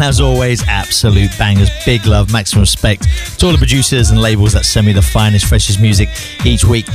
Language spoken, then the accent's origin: English; Essex, East of England, United Kingdom; big up Essex, that's my hometown as well